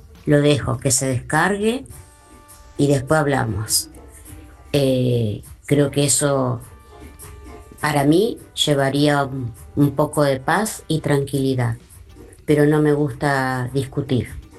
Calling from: Puerto Madryn, Chubut, Argentina; de Puerto Madryn.

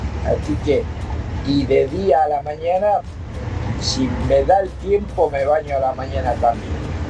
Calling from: González Catán, Buenos Aires Province, Argentina; de González Catarro.

